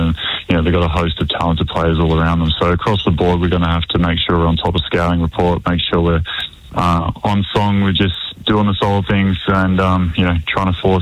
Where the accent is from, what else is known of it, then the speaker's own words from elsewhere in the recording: Sydney, New South Wales, Australia; I'm from Sydney, so the chance to go back and play for Sydney, the team I grew up going to watch when I was a kid, it meant that I was back around family, back around friends.